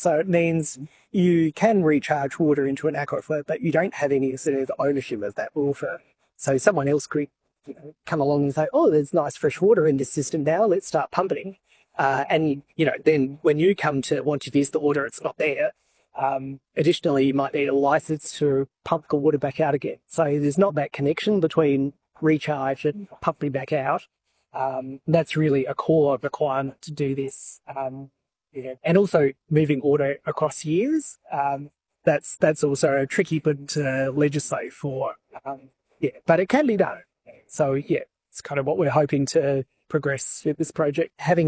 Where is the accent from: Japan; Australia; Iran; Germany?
Australia; South Australia; So I'm from South Australia